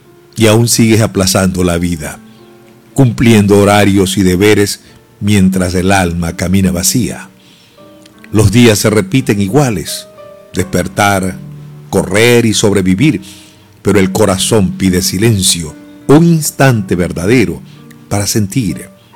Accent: Esmeraldas, Ecuador; born there; also born or lived in Manabí, Ecuador; yo nací en Esmeraldas, yo soy esmeraldeño. Me crié en Manabí buena parte de mi niñez y juventud

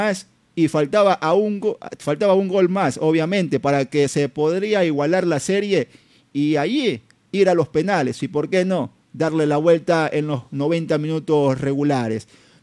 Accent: Ecuador; soy ecuatoriano

